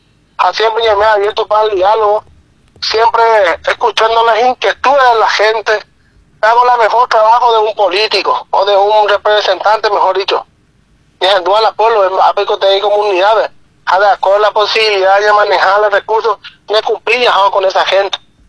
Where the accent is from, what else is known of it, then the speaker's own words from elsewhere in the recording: San Estanislao, San Pedro, Paraguay; como ciudadanos, como paraguayos, como santanianos.